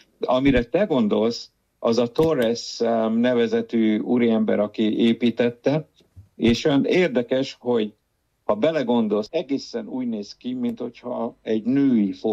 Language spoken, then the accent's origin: Hungarian; Baja, Bács-Kiskun, Hungary; egy kisvárosban nőttem fel, ugye Baja az nem egy nagyváros. Magyarországon viszonylatokban sem.